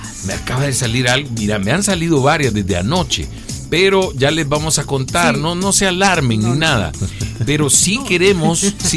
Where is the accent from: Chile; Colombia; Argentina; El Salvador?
El Salvador